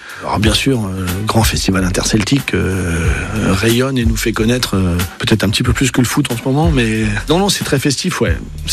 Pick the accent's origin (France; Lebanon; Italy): France; Le Croisty, Brittany; now in Lorient, France; Alors j'habite à Lorient, mais je ne suis pas originaire de Lorient. Je suis né à Lorient et j'ai grandi dans une petite commune du Morbihan qui s'appelle Le Croisty, près de Guéné-sur-Scorff.